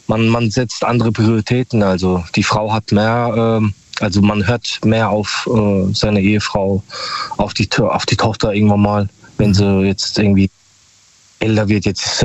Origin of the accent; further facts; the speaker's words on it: Karlsruhe, Baden-Württemberg, Germany; Ich komme aus Karlsruhe.